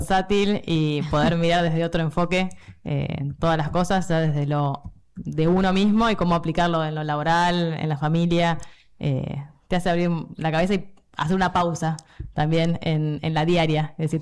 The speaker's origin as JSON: {"language": "Spanish", "town": "Villa Mercedes", "region": "San Luis", "country": "Argentina", "tie": "born or raised there", "said": "Nosotros somos de Villa Mercedes, San Luis, vivimos ahí siempre y después nos fuimos a estudiar."}